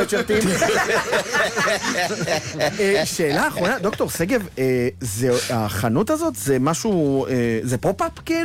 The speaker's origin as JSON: {"language": "Hebrew", "town": "Haifa", "region": "Haifa District", "country": "Israel", "said": "לנו כישראלים, בטח ובטח לנו כחיפאים."}